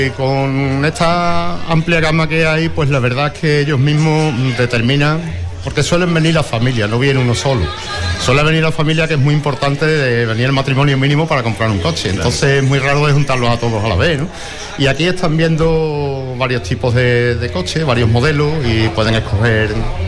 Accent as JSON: {"language": "Spanish", "town": "Constantina", "region": "Andalusia", "country": "Spain", "tie": "born there", "said": "soy de los que no se mueven de su pueblo. Lo siento mucho, pero no me muevo."}